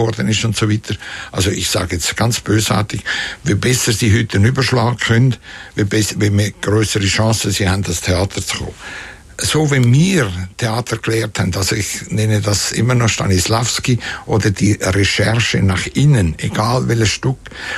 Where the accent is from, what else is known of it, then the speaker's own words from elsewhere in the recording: Kaltbrunn, St. Gallen, Switzerland; Und da gab es damals in dem Dorf, wo ich aufgewachsen bin, Kaltbrunn hat das geheißen. Heißt es heute noch.